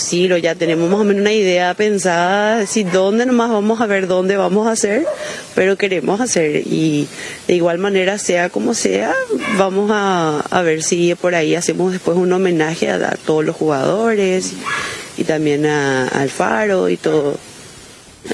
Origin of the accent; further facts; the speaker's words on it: Paraguay; nosotros dos somos paraguayos